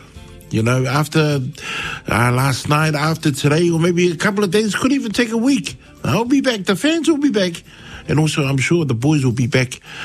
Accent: New Zealand; When the Warriors came, of course I supported the Warriors because I'm a Kiwi.

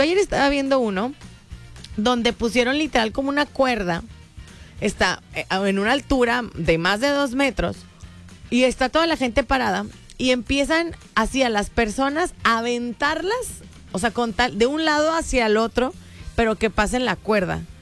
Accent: Mexico

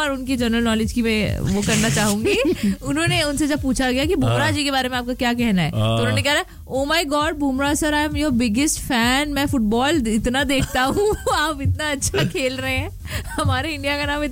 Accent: Bhopal, Madhya Pradesh, India; moved away; हमारे भोपाल में

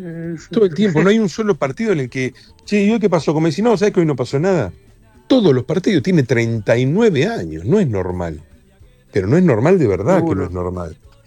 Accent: Argentina; Claro, soy argentino.

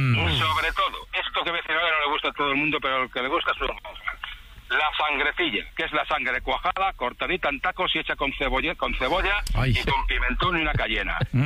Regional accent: Valladolid, Castile and León, Spain; Yo soy de Valladolid, Valladolid de capital, ¿vale? De generaciones.

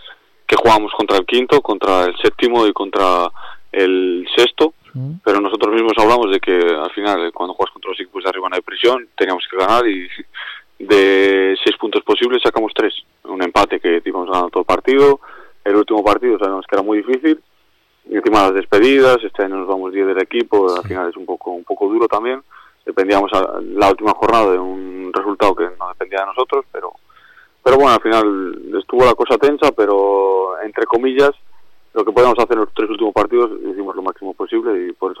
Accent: Logroño, La Rioja, Spain; moved away

